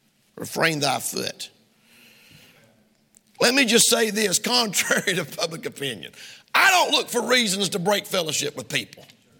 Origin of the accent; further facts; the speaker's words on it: Georgia, United States; accent: Southern drawl; moved away; every time I go to visit family down south in Georgia and I come back, my drawl is worse. My accent is worse.